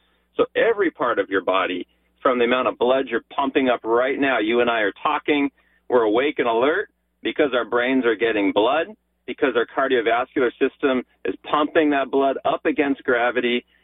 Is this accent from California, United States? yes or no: yes; Los Angeles, California, United States; Yeah, you know, I'm born and raised in Los Angeles, and actually I'm third generation Los Angelino.